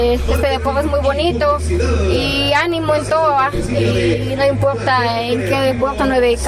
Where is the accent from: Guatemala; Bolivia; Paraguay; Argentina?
Guatemala; San Juan Sacatepéquez, Guatemala Department; vengo de San Juan Zacatepeque.